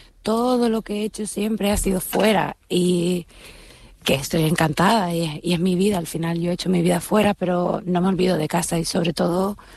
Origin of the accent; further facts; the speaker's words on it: Canary Islands, Spain; now in United Kingdom; me encantaría volver y seguir trabajando en Canarias.